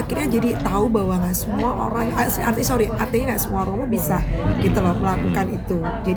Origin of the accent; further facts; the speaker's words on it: Surabaya, East Java, Indonesia; Saya dari Surabaya.